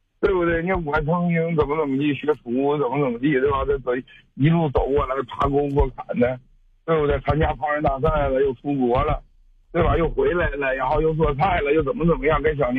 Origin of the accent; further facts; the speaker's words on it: Wafangdian, Liaoning, China; born there; 那会儿我家山东，祖籍不山东的嘛。然后呢，我呢是大连瓦房店出生的啊。瓦房店吧，真是一个非常美丽的小城市